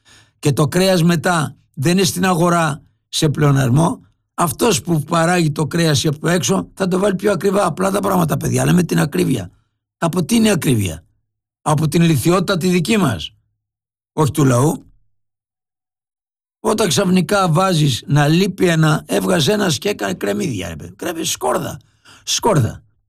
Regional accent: Livadeia, Central Greece, Greece; από Λιβαδιά, κύριε Ηλία.

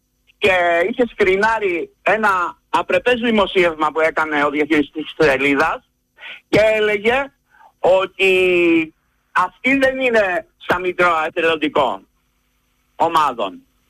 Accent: Greece; εμένα του Έλληνα πολίτη μου απαγορεύει να προστατεύσω τον τόπο μου

